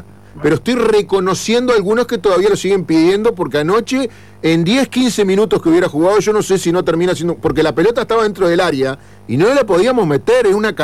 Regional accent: Uruguay

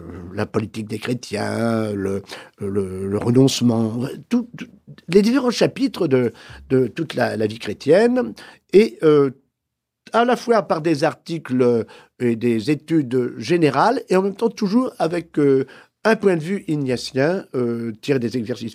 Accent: France; Donc, je suis français, n'est-ce pas?

